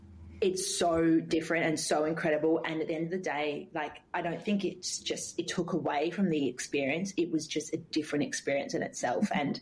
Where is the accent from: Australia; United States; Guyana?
Australia